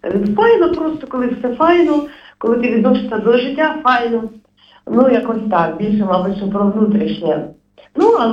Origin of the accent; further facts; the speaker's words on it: Lutsk, Volyn Oblast, Ukraine; now in Kyiv, Ukraine; я взагалі родом села Злуцька з Заходу, але зараз все в Києві живу.